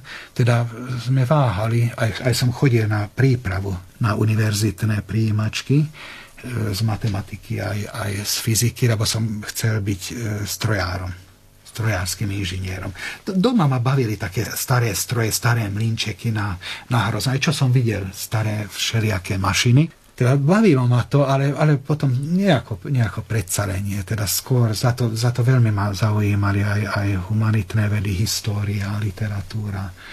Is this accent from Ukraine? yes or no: no; Hungary; also born or lived in Bratislava, Slovakia; ako bolo doma v Maďarsku.